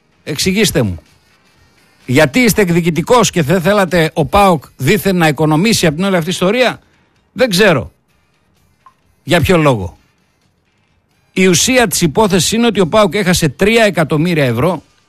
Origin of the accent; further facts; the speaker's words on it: Thessaloniki, Central Macedonia, Greece; Και εμένα το χωριό μου το Βενιζολοχώρη, Τριανδρία δηλαδή.